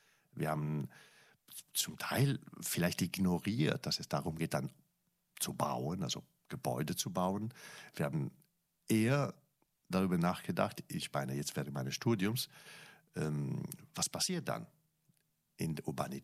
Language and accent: German; Italy; German is a second language; moved away as an adult; also born or lived in Milan; now in Germany; Als ich als Italiener irgendwann nach Deutschland kam